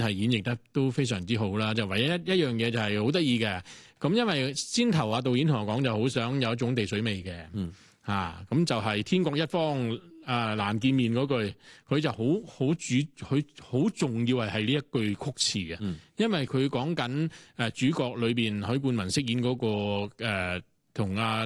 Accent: Hong Kong; 我哋香港人

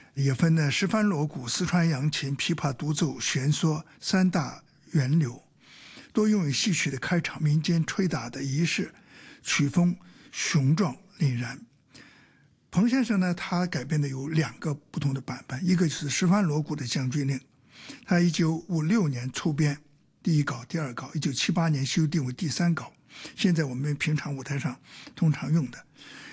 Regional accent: Hong Kong; 我们香港人很熟悉的那个就是当当当当当当当当当当

